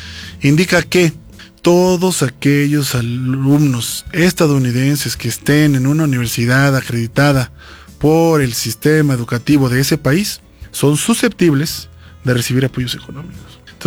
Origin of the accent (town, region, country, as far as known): Mexico